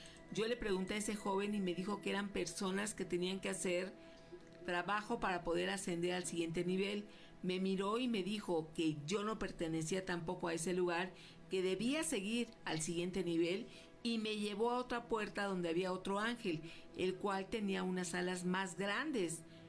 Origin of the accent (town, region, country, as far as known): Jalisco, Mexico